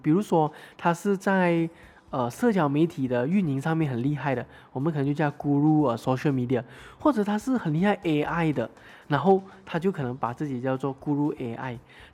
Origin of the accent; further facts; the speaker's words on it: Malaysia; 其实我们马来西亚人、是很 respect、很尊重老师的。